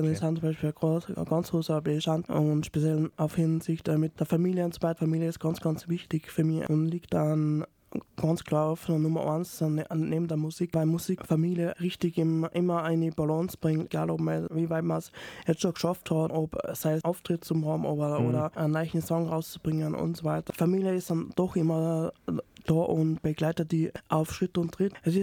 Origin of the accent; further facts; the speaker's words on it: Salzburg, Austria; Ich bin in Salzburg Liefering aufgewachsen, habe die Vorschule und die erste Klasse in Liefering bestritten.